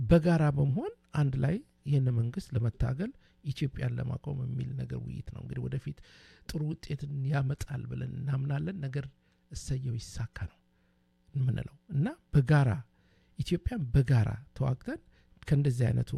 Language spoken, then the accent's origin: Amharic; Dire Dawa, Ethiopia; ያው እኔ ድሬዳዋ ነው የተወለድኩት እንግዲህ አሁን ኦሮሚያ ክልል ነው ተወልጄ ያደኩት አይደለም እንዴ?